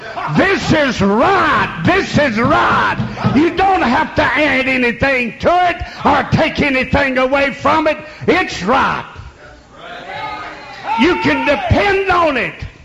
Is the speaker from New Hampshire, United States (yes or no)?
no; Kentucky, United States; moved away; I was from Kentucky, and especially from Jackson County